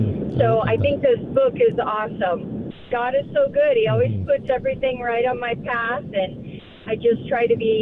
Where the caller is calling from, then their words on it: St. Libory, Nebraska, United States; Calling from St. Laborie, Grand Island.